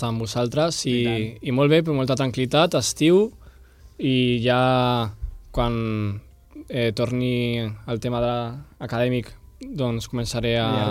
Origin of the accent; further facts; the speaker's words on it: Sant Joan, Catalonia, Spain; Jo sóc de Sant Joan